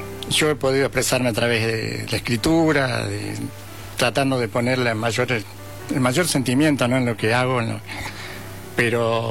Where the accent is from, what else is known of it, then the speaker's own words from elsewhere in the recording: Calchaquí, Santa Fe, Argentina; born there; moved away; also born or lived in Justiniano Posse / Ordoñez; Yo soy nacido en Calchaquí, Santa Fe.